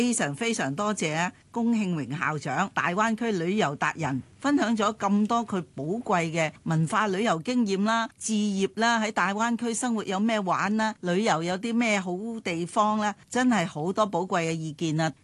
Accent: Hong Kong

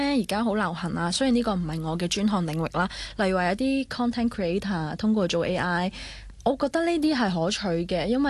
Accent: China; 咁所以慢慢，我覺得我越嚟越回歸我哋中國人嘅傳統嘅呢啲哲學觀念啦

